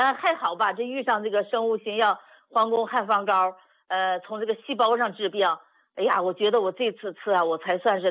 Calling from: Harbin, Heilongjiang, China; 哎，我是黑龙江哈尔滨的。

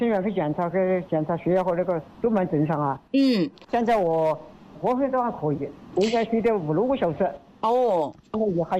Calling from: Anxiang, Hunan, China; 我上个安乡的

